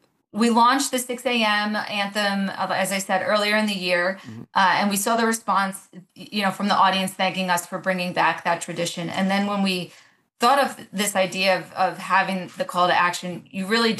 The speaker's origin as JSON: {"language": "English", "country": "United States", "said": "as an American"}